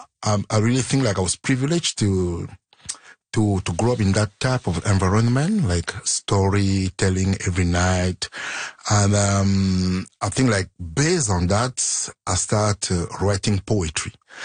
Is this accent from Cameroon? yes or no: yes; Cameroon; Because, you know, like I grew up, I was born and raised in Cameroon. I grew up there.